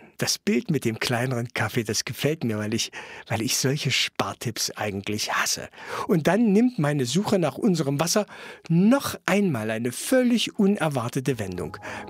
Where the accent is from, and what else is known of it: Saxony-Anhalt, Germany